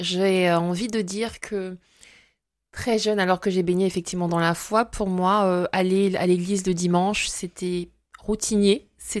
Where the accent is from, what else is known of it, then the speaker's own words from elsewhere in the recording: Brazzaville, Republic of the Congo; also born or lived in Belgium; Je suis née en Belgique, j'ai vécu jusqu'à l'âge de mes 3 ans et j'ai passé mon enfance effectivement à Brazzaville exactement, là-bas.